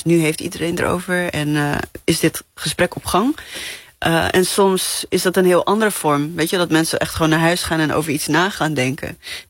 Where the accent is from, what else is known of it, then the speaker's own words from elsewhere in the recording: Namibia; now in Netherlands; ik uit Namibië kom, waar we tot 1990 in het apartheidssysteem hebben geleefd. Dus ik ben ook opgegroeid in het idee, of nou ja, in het gedachtegoed van, hoe vechten we tegen onrecht?